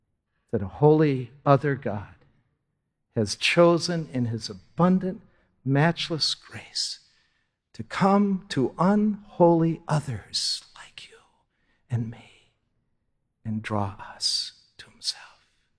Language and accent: English; New Jersey, United States; I remember as a boy, I grew up in North Jersey, just outside of New York City.